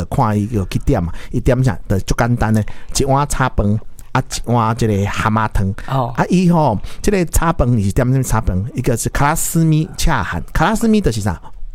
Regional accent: Taiwan; 可能是我们台湾人不喜欢这个口味啦

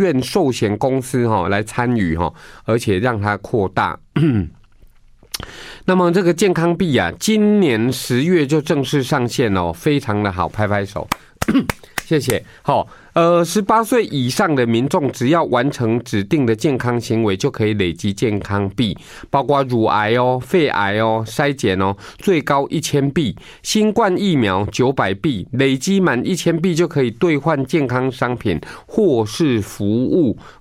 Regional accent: Taiwan; 恭喜我们台湾人还福利做得不错了哈。

